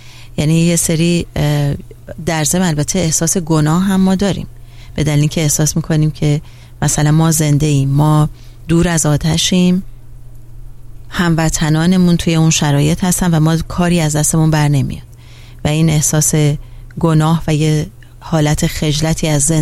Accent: Iran; moved away; حالا تازه ما خارج از ایرانیم

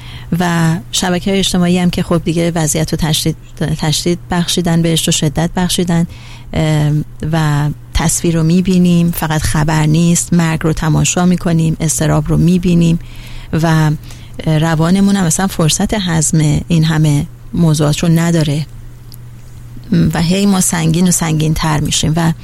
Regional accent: Iran; moved away; وقتی ما توی خارج از ایران هستیم

